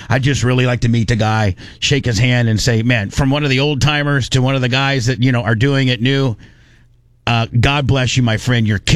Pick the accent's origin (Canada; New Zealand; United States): United States; Warsaw, Indiana; moved away as an adult; I'm originally from Indiana, clear up until I was 18. Warsaw, Indiana, then started my radio broadcast career in Terre Haute, Indiana.